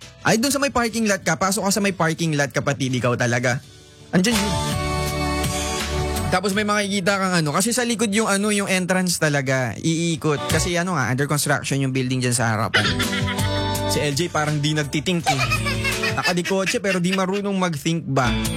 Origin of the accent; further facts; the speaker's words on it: Reina Mercedes, Cagayan Valley, Philippines; now in Santiago, Philippines; Ang father ko po nag-originate talaga sa Tumawini, Isabela. Although born and raised from Reyna Mercedes, then may mga kamag-anak kami from Cabagan, Isabela. Ngayon po nagre-reside ako sa Santiago.